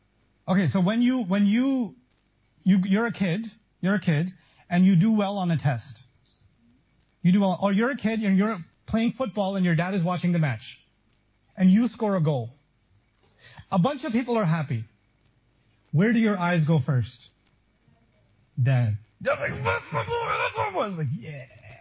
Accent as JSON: {"language": "English", "country": "Pakistan", "said": "I'm from Pakistan, and in Pakistan, it is haram to encourage your children. We don't, we have a different madhab"}